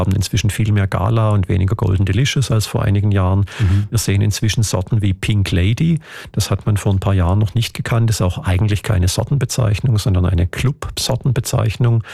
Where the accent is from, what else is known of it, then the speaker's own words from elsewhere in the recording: Germany; man sieht das auch in Deutschland, wo ich herkomme